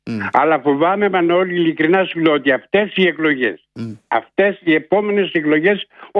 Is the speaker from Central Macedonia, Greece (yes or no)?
yes; Gennisa, Central Macedonia, Greece; moved away as an adult; now in Munich, Germany; κατάγομαι από την Κεντρική Μακεδονία, συγκεκριμένα δίπλα από την Πέλα, από τα Γεννησά.